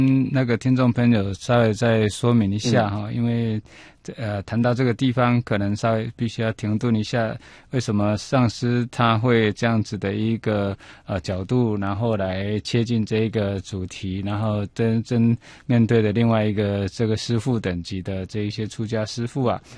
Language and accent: Chinese; Taiwan; 我们台湾这边